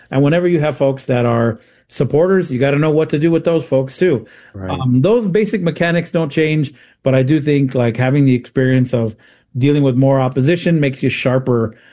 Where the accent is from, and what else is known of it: El Paso, Texas, United States